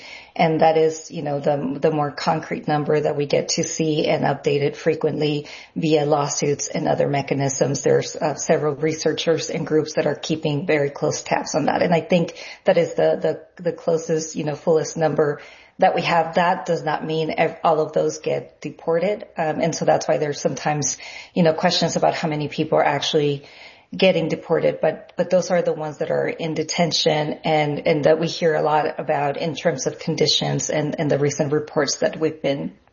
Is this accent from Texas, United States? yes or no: yes; El Paso, Texas, United States; Yeah, so I'm from El Paso, and I've been focusing a lot on Camp Beast Montana